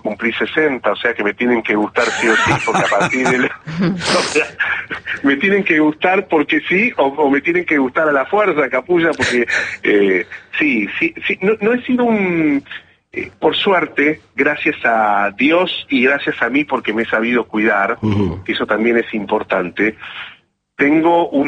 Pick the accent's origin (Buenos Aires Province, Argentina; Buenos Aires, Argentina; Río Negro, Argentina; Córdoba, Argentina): Córdoba, Argentina; Río Cuarto; born there